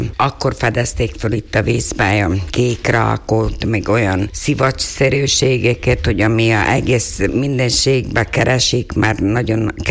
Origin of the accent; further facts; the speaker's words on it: Gabčíkovo, Trnava Region, Slovakia; moved away; Én különben Bősről származom